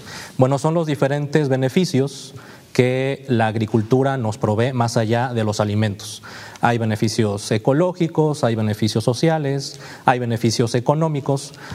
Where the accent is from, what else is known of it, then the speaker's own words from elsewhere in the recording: Huatusco, Veracruz, Mexico; ahí yo vengo de Huatusco, como ya se mencionó